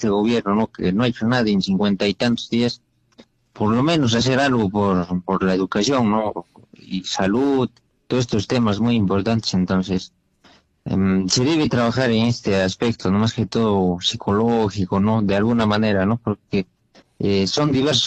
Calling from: Tacna, Peru

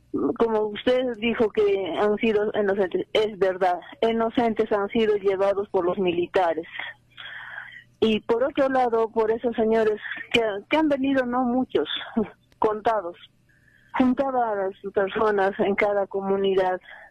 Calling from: Asillo, Puno, Peru; de Asillo

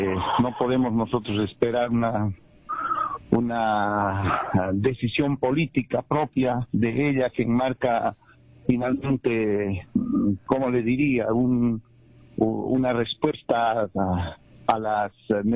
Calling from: Quillabamba, Cusco, Peru; desde Quillabamba, la Convención, Cusco.

